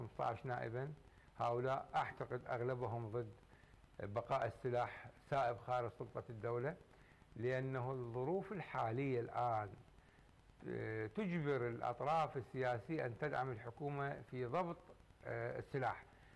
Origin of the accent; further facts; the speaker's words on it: Iraq; ونحن كعراقيين بوطننا عراقيين